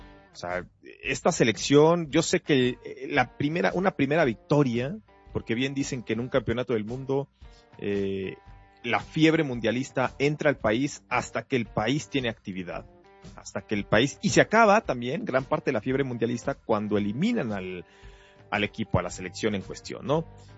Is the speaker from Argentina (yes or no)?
no; Mexico City, Mexico; en México, en mi ciudad, en mi país, en la capital de la República Mexicana.